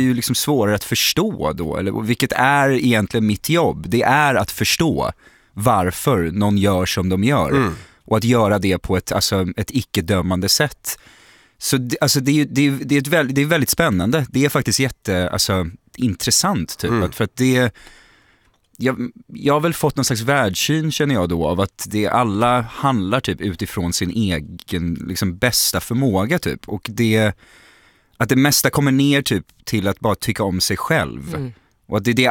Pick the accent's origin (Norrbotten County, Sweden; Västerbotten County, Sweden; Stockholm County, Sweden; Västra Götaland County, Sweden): Västra Götaland County, Sweden; Gothenburg; Hon hade missat att jag är göteborgare.